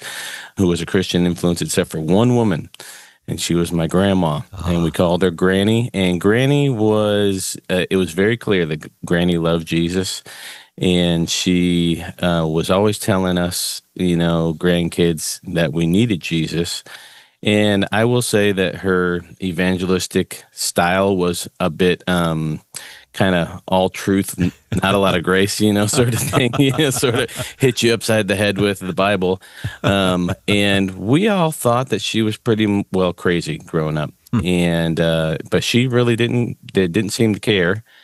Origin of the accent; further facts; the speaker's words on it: Illinois, United States; You know, I grew up in the Chicago suburb